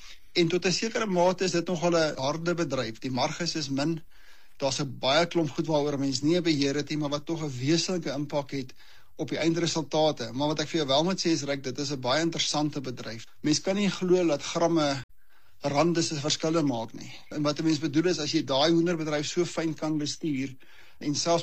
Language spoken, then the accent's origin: Afrikaans; Bethal, Mpumalanga, South Africa; Ek het byna vandag my matriek gemaak by die Hoërskool Hooggenoot, ook op Bethal.